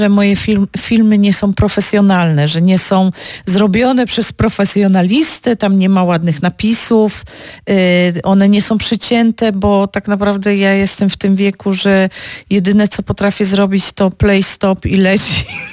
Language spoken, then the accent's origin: Polish; Masów, Opole Voivodeship, Poland; bo no jestem taką Dziołchą z Masowa. Po prostu mieszkam na śląskiej wsi, jestem w połowie Ślązaczką